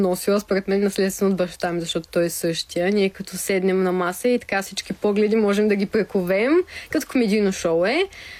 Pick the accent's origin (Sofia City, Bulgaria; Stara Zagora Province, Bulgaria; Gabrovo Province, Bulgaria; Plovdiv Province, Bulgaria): Stara Zagora Province, Bulgaria; Radnevo; now in Stara Zagora, Bulgaria; Аз съм от Раднево и обичам се шегувам, тъй като там е най-голямата лудница, психиатрия